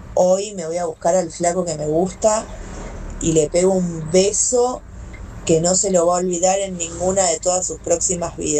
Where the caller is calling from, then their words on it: Dock Sud, Buenos Aires Province, Argentina; de Dock Sud